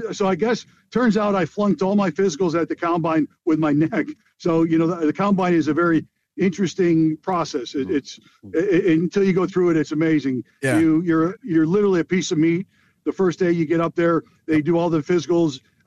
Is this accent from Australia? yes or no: no; Des Plaines, Illinois, United States; moved away as an adult; I grew up in Des Plaines, Illinois. Went to Forest View High School